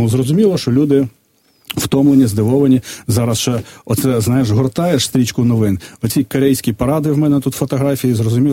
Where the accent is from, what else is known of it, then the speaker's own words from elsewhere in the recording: Vinnytsia, Vinnytsia Oblast, Ukraine; now in Kyiv, Ukraine; я ж родом з Вінниці, в мене там є, я вже давно не живу